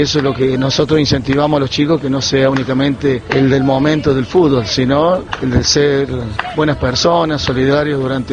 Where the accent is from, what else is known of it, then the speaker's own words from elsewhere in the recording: Argentina; Los valores que tenemos nosotros como ciudadanos argentinos